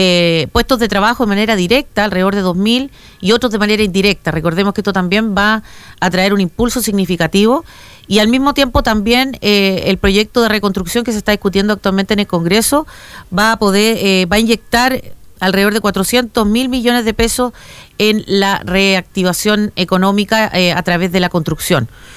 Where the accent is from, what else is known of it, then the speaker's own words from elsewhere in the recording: Chile; nosotros como chilenos tenemos derechos, pero también tenemos deberes.